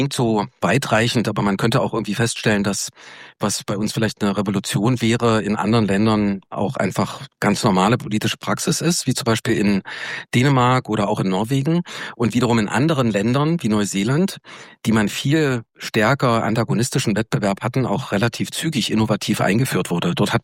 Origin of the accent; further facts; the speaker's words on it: Germany; wir als Deutsche